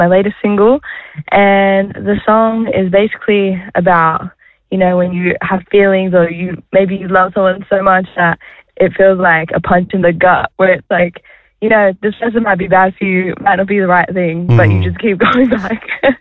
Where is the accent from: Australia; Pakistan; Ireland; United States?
Australia; Sydney, New South Wales; Sydney, you know, like my hometown